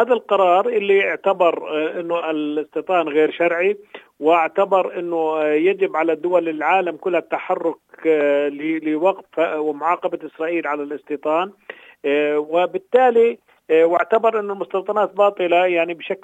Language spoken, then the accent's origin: Arabic; Palestine; فبالتالي الموضوع ليس سهلا علينا كفلسطينيين